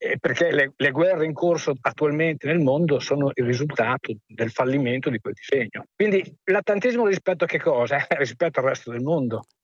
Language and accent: Italian; Mantua, Lombardy, Italy; now in Bologna, Italy; Buongiorno … chiamo da Bologna, anche se sono di Mantova.